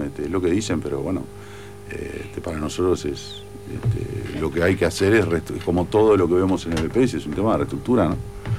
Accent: Uruguay; Entonces uno se va acercando a esos lugares y ve que, che, pues somos tan uruguayos como.

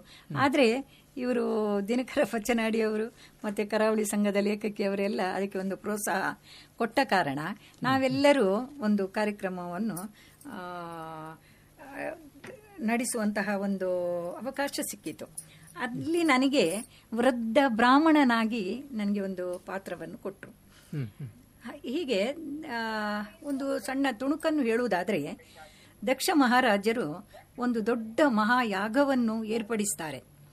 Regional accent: Mangaluru, Karnataka, India; born there; ನಮ್ಮ ಮನೆ ಕದ್ರಿ ಇತ್ತು

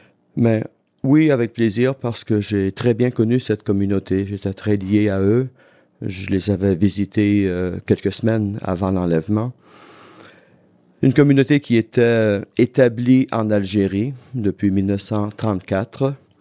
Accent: Sainte-Justine, Quebec, Canada; born there; moved away as an adult; also born or lived in Mistassini / Conyers, Georgia / Ghana; Je suis né à Saint-Justine de Dorchester, une paroisse qui a été fondée par les trappistes.

